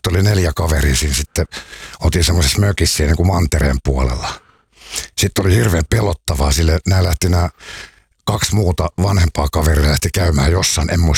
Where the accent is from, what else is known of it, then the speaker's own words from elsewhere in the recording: Helsinki, Uusimaa, Finland; Stadista.